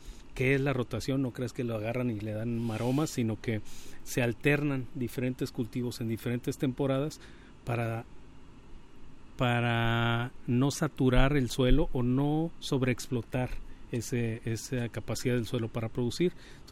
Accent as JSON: {"language": "Spanish", "country": "Mexico", "moved": "yes", "lives_now": "Cuatro Ciénegas, Mexico", "said": "todos estos herbívoros que también son parte de la alimentación que tenemos los mexicanos."}